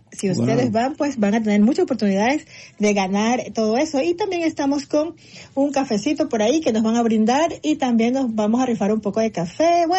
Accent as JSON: {"language": "Spanish", "country": "Ecuador", "moved": "yes", "lives_now": "Maryland, United States", "said": "Soy de Ecuador."}